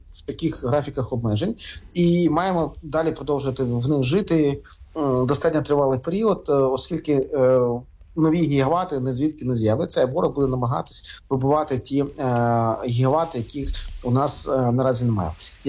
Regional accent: Kharkiv Oblast, Ukraine; born or raised there

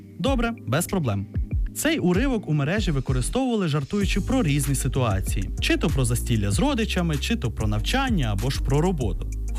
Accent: Sambir district, Lviv Oblast, Ukraine; moved away; Як людина, яка народилася у Самбірському районі Львівщини

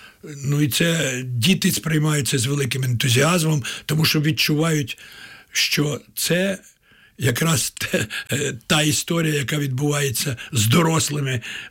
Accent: Kyiv, Ukraine; Народився на Подолі, в подвір'ї на Воздвиженській вулиці. В подвір'ї, якому грали діти євреїв, татар, українців, молдаван, і це був такий Вавилон подільський. І у мене з далекого дитинства раптом це все виплило.

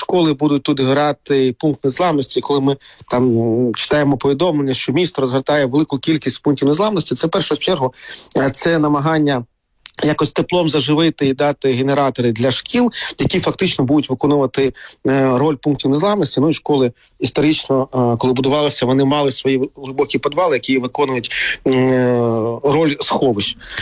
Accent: Kharkiv, Kharkiv Oblast, Ukraine; Якщо говорити про мій рідний Харків

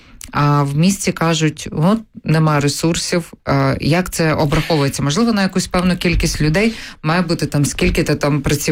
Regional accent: Brovary, Kyiv Oblast, Ukraine; от я вам наведу приклад із моїх рідних Броварів.

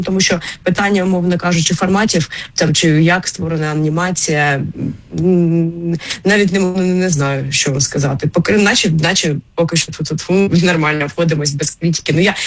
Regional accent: Kharkiv, Kharkiv Oblast, Ukraine; Я сама з Харкова родом. І треба сказати, що коли я в дитинстві

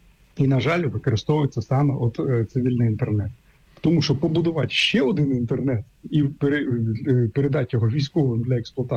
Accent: Sumy Oblast, Ukraine; наприклад, мою рідну Сумську область

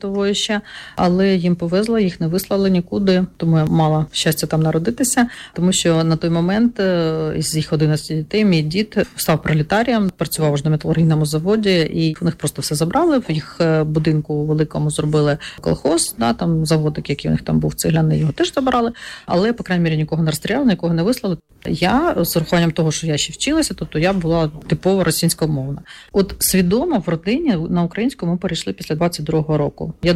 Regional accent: Tyumen Oblast, Russia; also born or lived in Kramatorsk, Ukraine; Я народилася в Краматорську, коли мені було 5 років, мої батьки поїхали в Тюменську область на заробітки. І, відповідно, забрали мене туди. 9 класів, закінчувала в школі там.

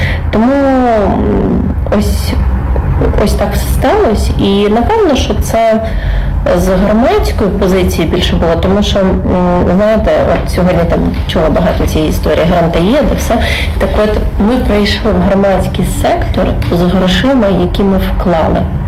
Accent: Dnipropetrovsk Oblast, Ukraine; я з Чудової Дніпропетровщини

